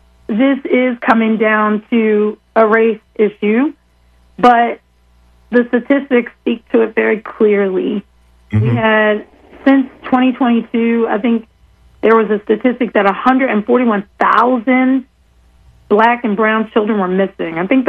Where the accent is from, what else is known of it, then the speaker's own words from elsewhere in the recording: Pennsylvania, United States; I'm from Delaware County, representing the 164th, right outside of West Philadelphia